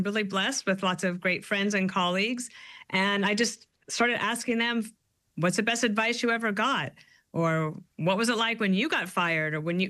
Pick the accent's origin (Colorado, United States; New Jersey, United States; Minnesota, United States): Colorado, United States; born there; also born or lived in Wyoming; I grew up in a wonderful place, but it's very, very different. I grew up in Colorado and Wyoming.